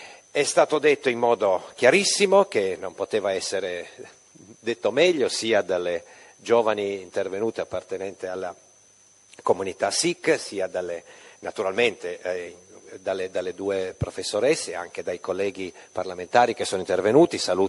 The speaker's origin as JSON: {"language": "Italian", "region": "Piedmont", "country": "Italy", "said": "Io vengo dal Piemonte, e come l'onorevole Bruno e in particolare come il professor Naso, sono parte anch'io di una minoranza religiosa oggetto di persecuzioni molto sanguinose"}